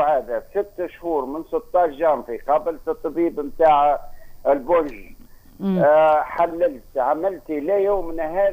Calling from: Menzel Bouzaiane, Sidi Bouzid, Tunisia; معك مواطن من منزل بوزيين.

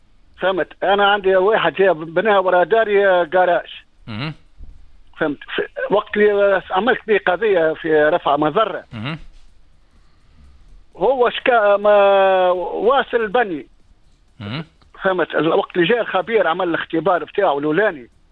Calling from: Ben Arous, Tunisia

